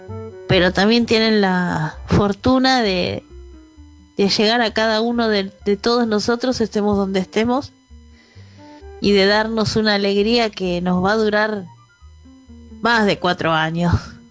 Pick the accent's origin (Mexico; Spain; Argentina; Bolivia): Argentina; Buenos Aires